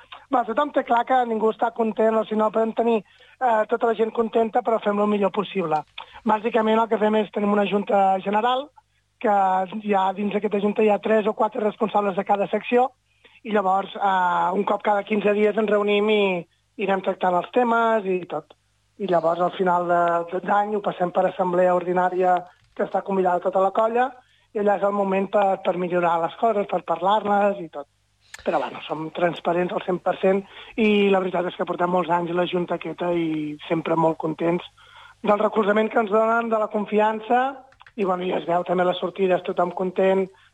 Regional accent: Cambrils, Catalonia, Spain

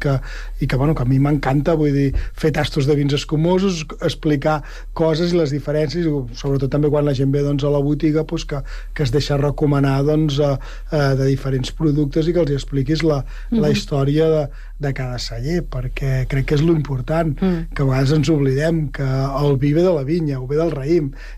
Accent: Catalonia, Spain; nosaltres som del Penedès i el Penedès és terra de bombolles

